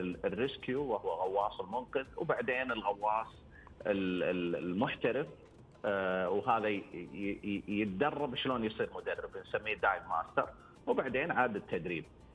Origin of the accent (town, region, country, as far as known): Saudi Arabia